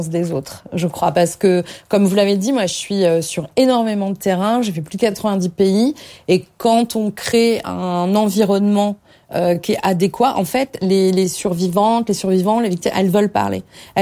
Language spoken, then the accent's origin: French; Moulins, Auvergne-Rhône-Alpes, France; born or raised there